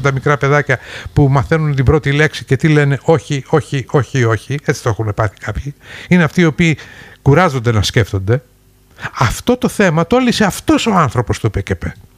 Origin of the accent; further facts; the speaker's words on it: Kalymnos, South Aegean, Greece; moved away as an adult; now in Rhodes, Greece; εγώ είμαι από την Κάλυμνο και ο Βασίλης από την Κάλυμνο